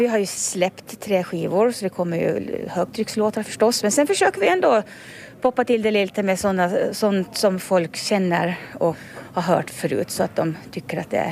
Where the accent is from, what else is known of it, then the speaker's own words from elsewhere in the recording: Åland Islands; Så, men det är alltid trevligt att vara hemma på Åland.